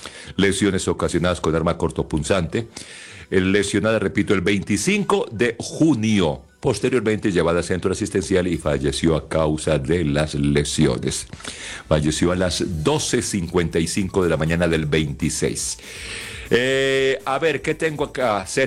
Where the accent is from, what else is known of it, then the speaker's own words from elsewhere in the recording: Colombia; acuérdese que somos colombianos y nosotros no hemos atravesado para celebrar